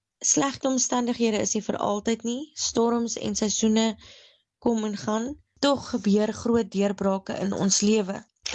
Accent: Springbok, Northern Cape, South Africa; Ek het maar in Springbok groot geword.

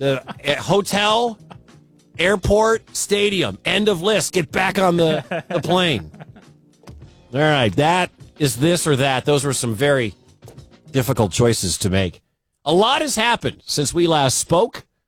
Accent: Detroit, Michigan, United States; I don't like Ohio State because I'm from Detroit.

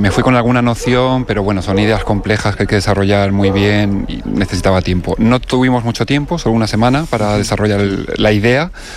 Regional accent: Castilla-La Mancha, Spain; Yo soy manchego, siempre, bueno, pues de pequeño he vivido en una casa con patio

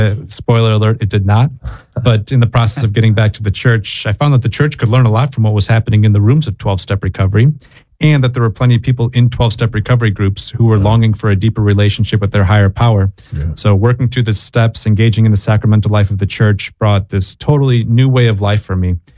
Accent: Wisconsin, United States; I grew up in Northeast Wisconsin in a family that was riddled by addiction.

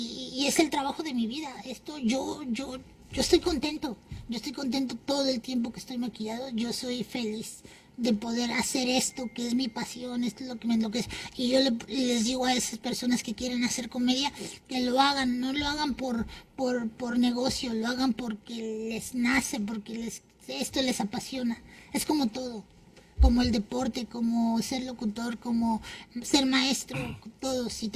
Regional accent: Zumpango, State of Mexico, Mexico; Somos del Estado de México, estamos ahí cerquita de... Se llama Zumpango, pero estamos al ladito del nuevo aeropuerto de la ciudad del Estado de México, del AIFA.

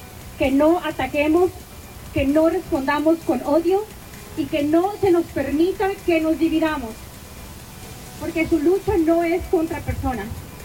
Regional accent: Mexico

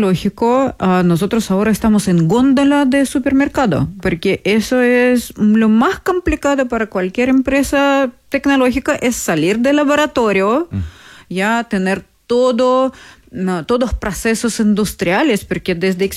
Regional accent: Russia; Spanish is a second language; en mi país, en Rusia, fui primer producto alimenticio que sí empezamos a vender

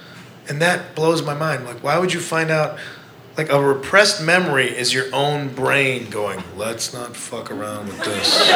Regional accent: Midwest, United States; Like everybody, I'm from the Midwest, and so it's weird to come out here and find out that people go to casual therapy.

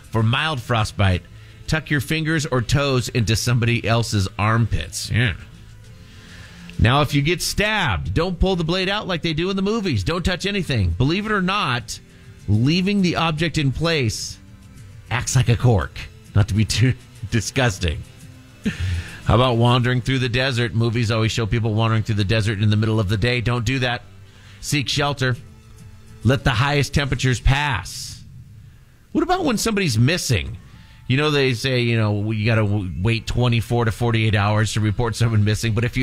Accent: Seattle, Washington, United States; I remember growing up in Seattle

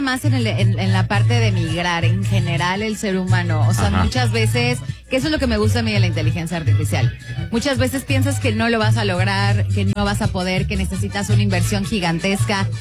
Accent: Mexico; moved away; somos mexicanos

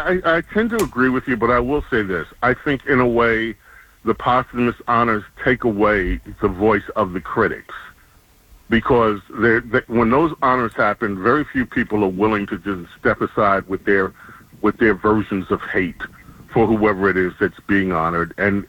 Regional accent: New York City, New York, United States; I'm so grateful to God that I lived in New York City when I did, that I was raised in New York City. I was a kid, 12, 13 years old.

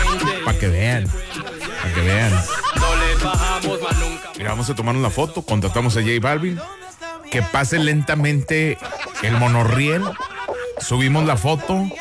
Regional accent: Guadalajara, Jalisco, Mexico; Lo bueno que yo soy de Guadalajara.

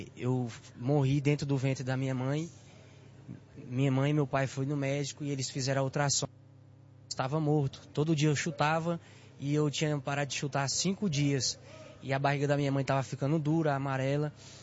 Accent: Itapecerica da Serra, São Paulo, Brazil; Eu venho do Jacira, ali é um bairro ali de Itapsirica da Serra.

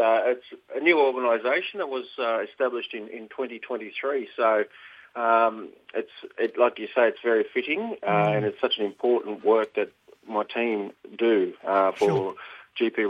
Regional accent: New South Wales, Australia; I'm a proud Warramai and Bundjalung man. I'm born and bred on Biripi country in North Coast, New South Wales.

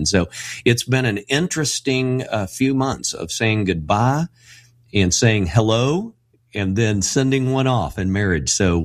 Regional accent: Dallas, Texas, United States; born or raised there

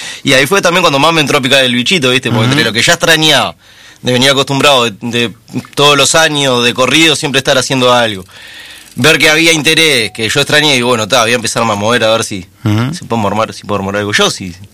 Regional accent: Montevideo, Uruguay; now in Colonia, Uruguay; Sí, de Montevideo.

